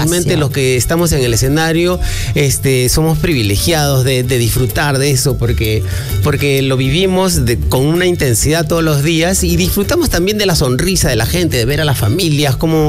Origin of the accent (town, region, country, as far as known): Lima, Peru; born there